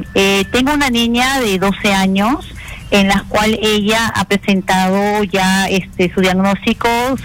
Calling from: Lima, Peru; me comunico de La Victoria.

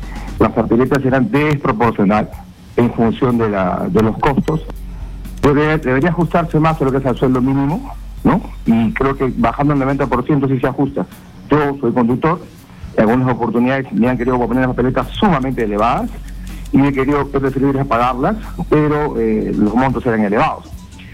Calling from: Ventanilla, Callao, Peru; llamo de la ciudad de Ventanilla, de Callao.

